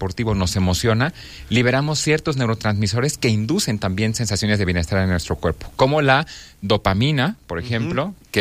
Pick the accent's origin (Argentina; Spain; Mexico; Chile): Mexico; nosotros como mexicanos